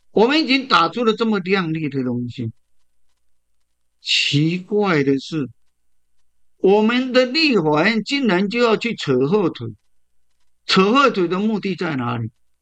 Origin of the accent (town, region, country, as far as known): Taiwan